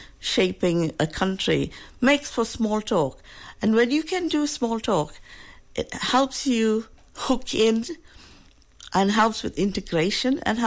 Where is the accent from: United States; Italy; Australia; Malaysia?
Malaysia; now in United Kingdom; That's all from being Malaysian, really. I missed Malaysian companies so much, and I didn't realise that there was a thriving diaspora in the UK till I got my MBE.